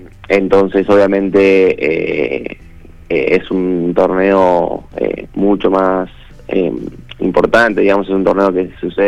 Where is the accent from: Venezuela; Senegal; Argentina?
Argentina; Rosario, Santa Fe; yo siendo rosarino, estar de local